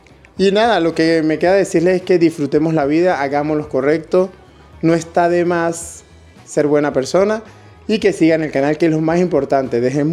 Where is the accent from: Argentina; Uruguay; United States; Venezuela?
Venezuela; now in Spain; Siempre, hasta el día que muera. De hecho, si ves, tengo 11 años en España y no he perdido mi forma de hablar, ni quiero perderla.